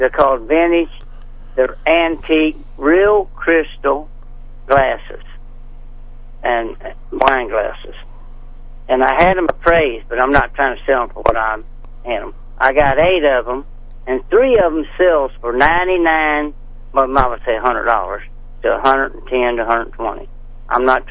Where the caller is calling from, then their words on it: Franklin, Missouri, United States; I'm Franklin, Missouri